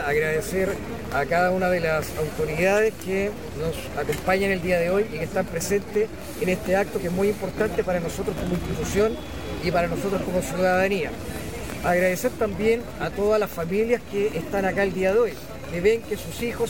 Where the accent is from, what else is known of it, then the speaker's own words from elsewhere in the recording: Chile; el orgullo que sentimos como chilenos y como integrantes de la Escuela de Artillería y como integrantes de esta comuna.